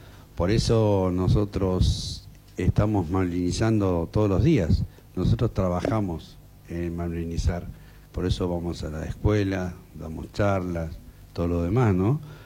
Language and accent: Spanish; Río Gallegos, Santa Cruz, Argentina; born there; soy nacido acá en Río Gallegos.